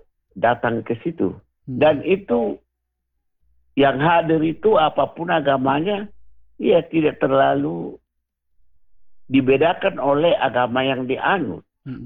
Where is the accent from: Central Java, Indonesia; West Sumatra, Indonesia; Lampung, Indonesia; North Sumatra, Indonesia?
North Sumatra, Indonesia; Porsea; born there; seperti di daerah kelahiran saya, Porsea.